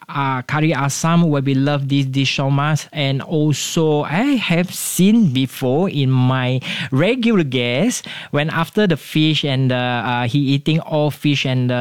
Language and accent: English; Sarawak, Malaysia; English is a second language; So actually, this dish is very personal to me because patin buah is from my hometown of Sarawak.